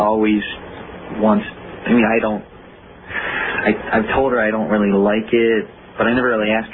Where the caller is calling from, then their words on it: Baltimore, Maryland, United States; I have 71. I'm from Baltimore.